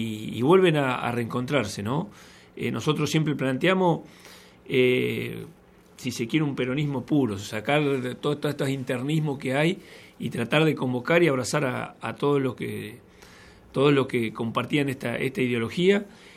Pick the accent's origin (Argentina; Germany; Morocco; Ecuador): Argentina; Quequén, Buenos Aires Province; soy de Quequén